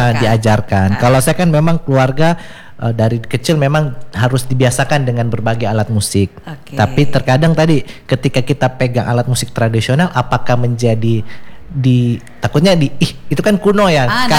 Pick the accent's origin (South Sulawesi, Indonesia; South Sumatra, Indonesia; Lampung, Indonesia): South Sulawesi, Indonesia; Makassar; now in Aceh, Indonesia; saya asli orang Makassar